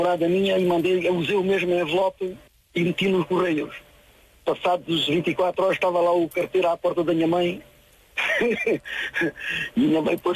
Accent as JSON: {"language": "Portuguese", "town": "Estremoz", "region": "Évora", "country": "Portugal", "tie": "born there", "said": "Estremoz mesmo, Santa Maria."}